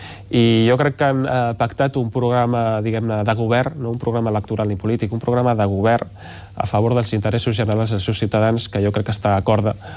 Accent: Badalona, Catalonia, Spain; vostè sap que jo sóc de Badalona

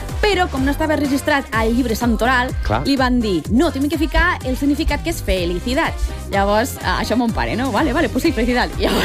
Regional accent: Catalonia, Spain; born there; perquè soc catalana, soc nascuda aquí.

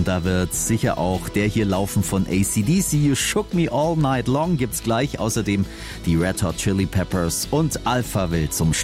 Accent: Erlangen, Bavaria, Germany; perfekt für einen Familienausflug am Vatertag in meiner Heimat Erlangen.

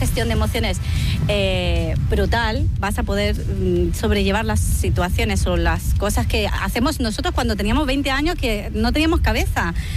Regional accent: Chile; now in Spain; Bueno, yo soy chileno, pues somos chilenos realmente.

